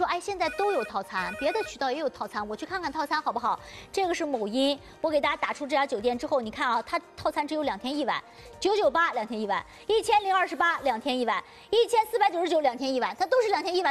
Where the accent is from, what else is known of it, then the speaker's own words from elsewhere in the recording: Shanghai, China; 所以作为上海人，咱们一定要去试试的。